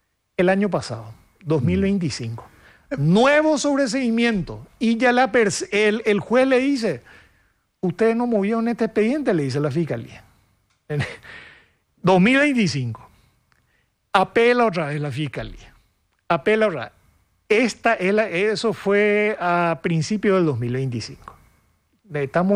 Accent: Asunción, Paraguay; soy asunceno

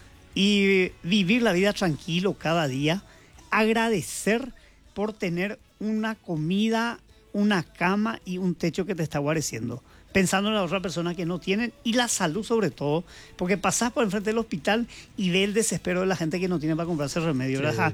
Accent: Paraguay; La fe en Dios, en la Virgen, en los santos como paraguayo

